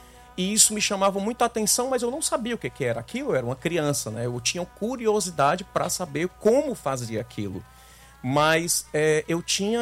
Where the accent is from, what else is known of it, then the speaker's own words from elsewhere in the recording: Fortaleza, Ceará, Brazil; also born or lived in Sertão dos Inhamuns, Ceará; ali no sertão dos Inhamus, eu acho, perto de Santa Quitéria, entre Santa Quitéria e Crateús. Nasci, fiquei um ano e pouco de idade, depois me criei aqui em Fortaleza.